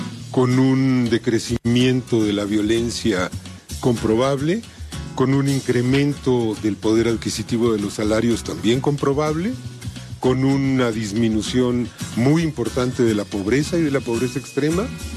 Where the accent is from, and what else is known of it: Mexico